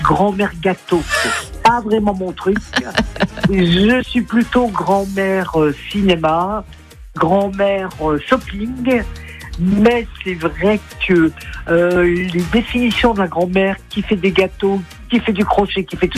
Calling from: Nancy, Grand Est, France; je suis à Nancy.

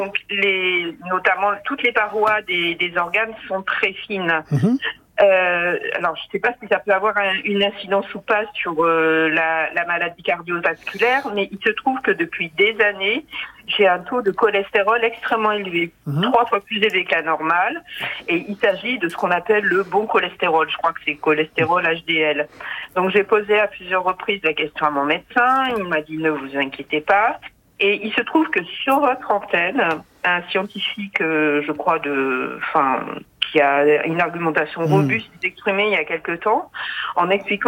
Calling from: Île de Ré, Nouvelle-Aquitaine, France; je vous appelle de l'île de Ré.

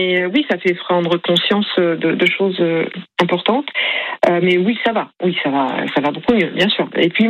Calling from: Saint-Médard-en-Jalles, Nouvelle-Aquitaine, France; je vous appelle donc de Saint-Médard-en-Jalles où j'ai réintégré mon domicile.

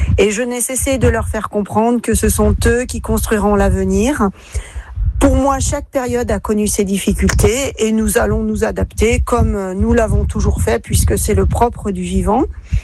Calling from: La Roche-sur-Foron, Auvergne-Rhône-Alpes, France; Bonjour, ici Pays de Savoie. … de La Roche-sur-Foron.

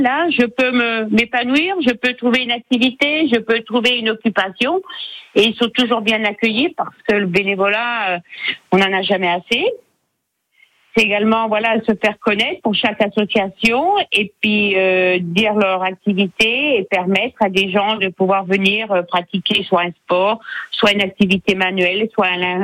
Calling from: Saulieu, Bourgogne-Franche-Comté, France; je suis à Saulieu.

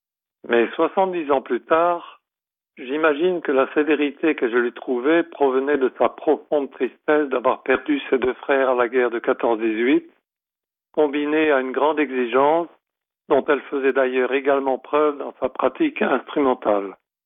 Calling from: Strasbourg, Grand Est, France; de Strasbourg.

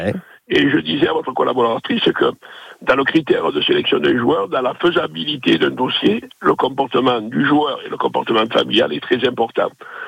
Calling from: La Ciotat, Provence-Alpes-Côte d'Azur, France; Je suis à La Ciotat

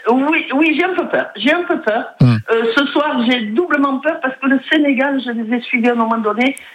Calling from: Toulouse, Occitanie, France; je suis toulousaine

